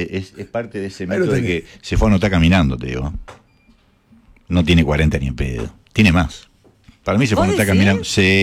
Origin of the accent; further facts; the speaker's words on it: Argentina; Los hinchas siempre somos los argentinos